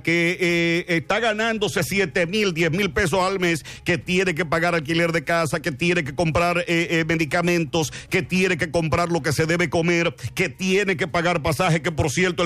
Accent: Dominican Republic; el único respaldo que uno tiene como dominicano

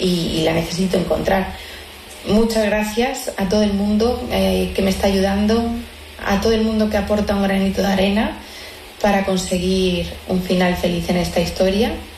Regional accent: Constanza, La Vega, Dominican Republic; born there; Yo nací en Constanza el 14 de septiembre de 1992. Nací en el hospital de Constanza a las 3 de la tarde.

